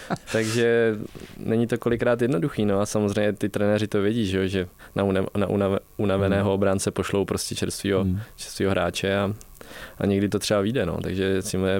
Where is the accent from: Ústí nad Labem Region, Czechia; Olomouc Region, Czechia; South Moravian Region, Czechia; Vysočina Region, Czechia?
Vysočina Region, Czechia; jsme jeli tam po naší Vysočině, odkud pocházím